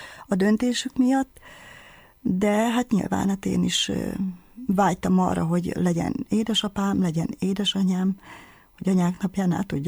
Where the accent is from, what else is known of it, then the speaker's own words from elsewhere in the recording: Hungary; amikor én megszülettem itt a fővárosba, akkor 8 naposan haza kerültem vidékre, és gyakorlatilag 8 naposan a nagymamámikhoz kerültem, akik felneveltek.